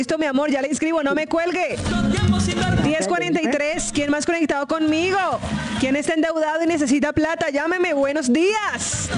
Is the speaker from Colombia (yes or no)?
yes; Caribbean coast, Colombia; born there; como costeña fracasé como paisa. Yo quise ser paisa, pero nací costeña.